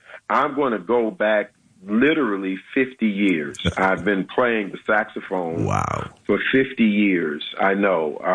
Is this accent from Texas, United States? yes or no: yes; Fort Worth, Texas, United States; my hometown. Which is Fort Worth, Texas.